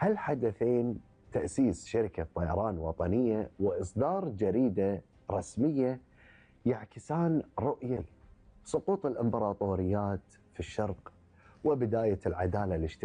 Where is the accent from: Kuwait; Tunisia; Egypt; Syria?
Kuwait